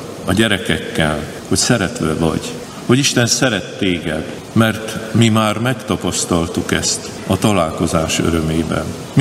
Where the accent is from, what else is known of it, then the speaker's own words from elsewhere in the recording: Nógrád, Hungary; Hát mondjuk Nógrád megyében, ahonnan én származom, egy kicsi faluból